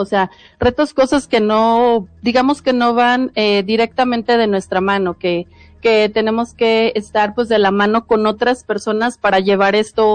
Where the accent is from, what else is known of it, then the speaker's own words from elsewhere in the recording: San Luis Potosí, Mexico; Yo soy de San Luis Potosí